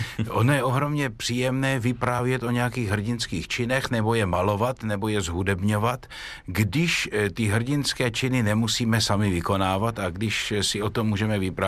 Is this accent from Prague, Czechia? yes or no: no; Brno, South Moravian Region, Czechia; jako Brňák si potrpím na dějiny okolí Brna a tudíž mě od malička zajímá bitva u Slavkova